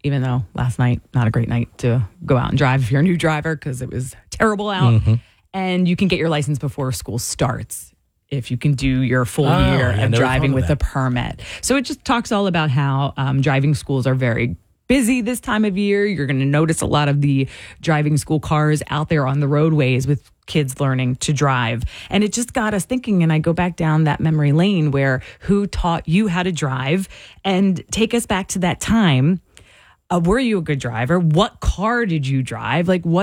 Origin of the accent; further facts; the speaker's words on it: New Jersey, United States; I'm from South Jersey. There's no 7 lanes on the parkway.